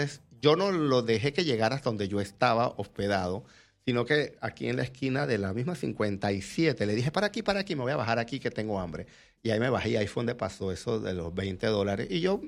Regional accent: Panama; yo no sé que soy panameño.

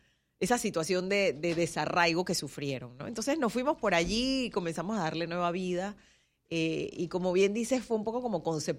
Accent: Panama

